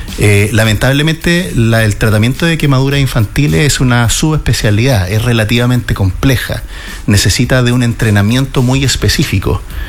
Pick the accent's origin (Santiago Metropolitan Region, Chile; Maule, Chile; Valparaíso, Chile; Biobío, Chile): Maule, Chile; Hualañé; comentaba yo que yo sí, muy orgullosamente soy de Gualañé, así que voy a ocupar un ejemplo de mi tierra.